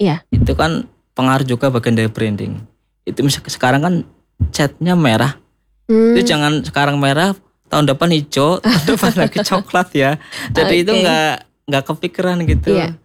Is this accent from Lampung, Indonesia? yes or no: no; Purwokerto, Central Java, Indonesia; Memang kayak saya itu jangka panjang memang pengen jadi ikon di wilayah kita, kota saya sendiri